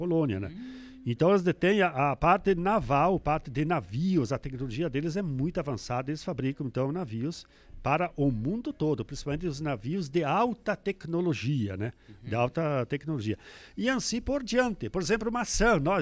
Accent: Brazil; nós se orgulhamos de ser brasileiro

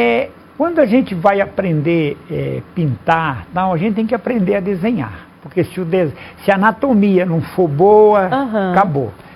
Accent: Santa Albertina, São Paulo, Brazil; Eu nasci em Santa Albertina, e bem na divisa ali de Minas Gerais, o Rio Grande.

